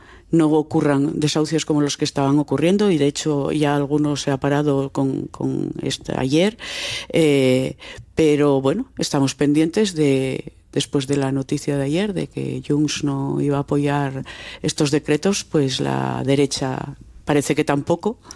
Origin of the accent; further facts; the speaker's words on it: Asturias, Spain; Sí, soy de la cuenca, soy de la Guería Carrocera.